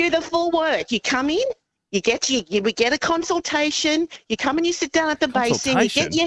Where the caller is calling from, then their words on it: Aspendale Gardens, Victoria, Australia; I'm from Aspendale Gardens